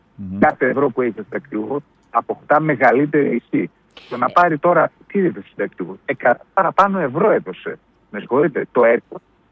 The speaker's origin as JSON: {"language": "Greek", "town": "Serres", "region": "Central Macedonia", "country": "Greece", "said": "Είμαι από δύο χωριά χωριά της εδώ, από το Σκοπό και τη Μομονδιστιά, αν και Σέρες είναι η βάση."}